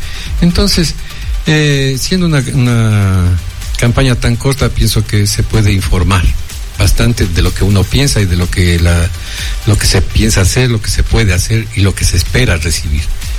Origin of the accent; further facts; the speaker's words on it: Ibarra, Imbabura, Ecuador; yo soy un ibarreño querendón de mi tierra y mi familia así lo ha sido